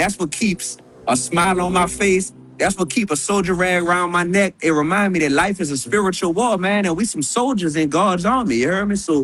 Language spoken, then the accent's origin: English; New Orleans, Louisiana, United States; now in Milwaukee, United States; Even though I'm from New Orleans, I'm an adopted son of Milwaukee